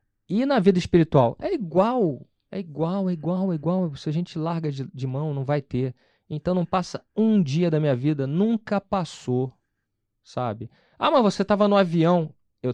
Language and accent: Portuguese; Brazil; moved away